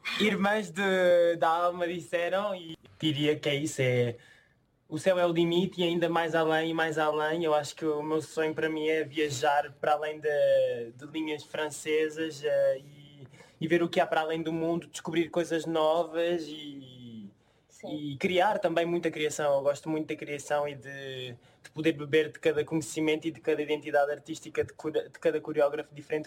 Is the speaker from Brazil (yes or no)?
no; Faro, Portugal; Eu sou farense de Faro e as minhas primeiras raízes na dança foram na Escola da Companhia Dança do Algarve.